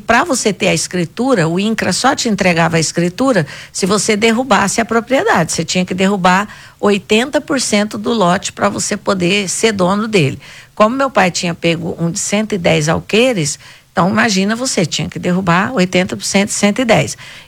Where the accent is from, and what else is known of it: Rondônia, Brazil; born there; also born or lived in Paraná